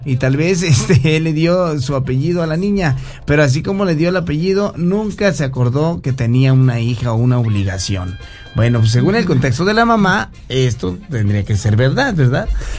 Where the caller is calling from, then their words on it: Coatepec, Veracruz, Mexico; de Coatepec, donde manda el patrón.